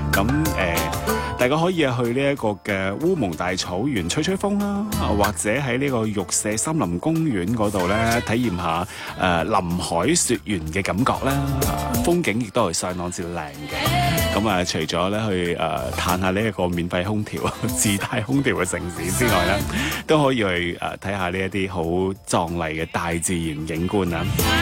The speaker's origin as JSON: {"language": "Cantonese", "region": "Guangdong", "country": "China"}